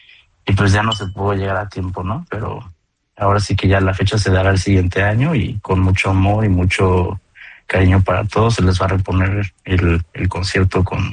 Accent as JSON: {"language": "Spanish", "country": "Mexico"}